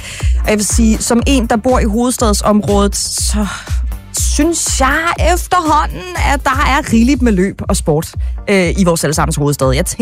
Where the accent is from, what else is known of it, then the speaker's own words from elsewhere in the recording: Vordingborg, Zealand, Denmark; now in Copenhagen area, Denmark; Jeg er personligt eksempelvis selv fra Sydsjælland, og der blev jeg da rigtig glad for at finde ud af, at Royal Run kom til min hjemstavn, nemlig Vordingborg.